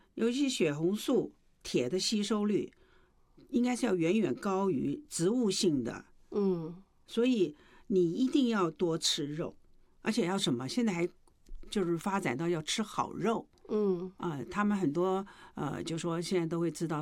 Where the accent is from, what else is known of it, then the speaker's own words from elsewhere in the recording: China; 我是觉得尤其我们中国人在烹饪方面呢，尤其是猪肉啊，做的方法特别多